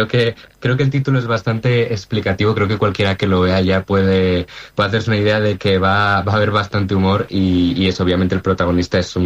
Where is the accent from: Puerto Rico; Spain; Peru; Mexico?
Spain; Ponferrada, Castile and León; moved away as an adult; now in Madrid, Spain; yo soy nativo de Ponferrada y nací allí. Y he vivido toda mi vida ahí prácticamente hasta que, bueno, me he tenido que ir a estudiar fuera. Y ahora mismo resido en Madrid un poco por eso. Acabé los estudios aquí en Madrid y aquí me he quedado de momento donde encuentro trabajo, digamos.